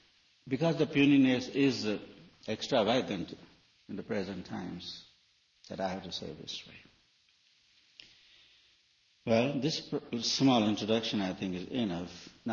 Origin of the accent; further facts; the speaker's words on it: India; it's not that I'm doing purely as Indian and Hindu, which certainly would be a background